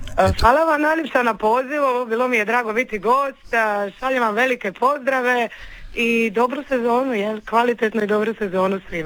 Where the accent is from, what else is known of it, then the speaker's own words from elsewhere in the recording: Dalmatia, Croatia; mi smo Dalmatinci